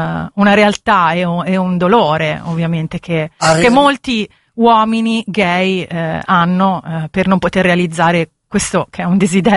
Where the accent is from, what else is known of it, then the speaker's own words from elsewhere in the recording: Sicily, Italy; Sono anch'io sono siciliana